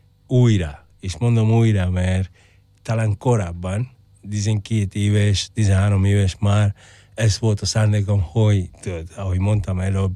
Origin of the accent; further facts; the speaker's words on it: San Luis, Pinar del Río, Cuba; Hungarian is a second language; San Luisban születtem 12 éves koráig, és utána hogy mondom, elköltöztem Pinar del Rióba, a fő a székhelyi városba.